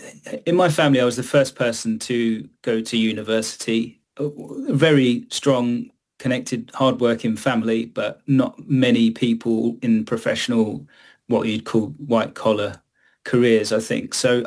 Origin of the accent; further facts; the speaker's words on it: London, United Kingdom; also born or lived in Greenwich, London / Nice, France / New York City, United States; So I was born in Greenwich originally, which is the borough I currently live in, but I spent much of my early life in Greater London in a borough called Bexley. And I've lived in Southeast London for much of my life, although I've lived overseas for periods in Nice in the south of France and also in New York City.